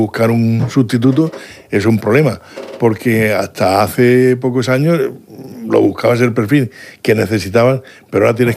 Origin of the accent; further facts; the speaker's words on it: Jumilla, Region of Murcia, Spain; Yo, que soy de Jumilla